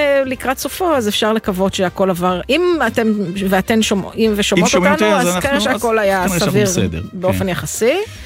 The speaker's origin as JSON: {"language": "Hebrew", "town": "Jerusalem", "region": "Jerusalem District", "country": "Israel", "said": "שאתה אומר … אני ירושלמי"}